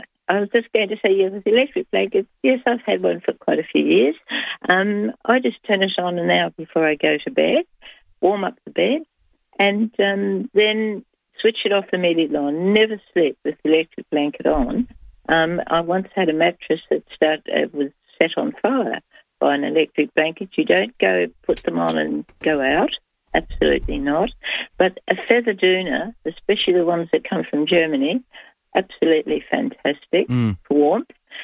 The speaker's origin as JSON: {"language": "English", "town": "Angaston", "region": "South Australia", "country": "Australia", "tie": "born or raised there", "moved": "yes", "lives_now": "Gawler, Australia", "said": "I grew up in Angaston, well, grew up 13 years, and Angaston's just 12 kilometres up from Yiriopa, and it is like a little country English village. And it's beautiful. It's got hills all around it. It's absolutely beautiful."}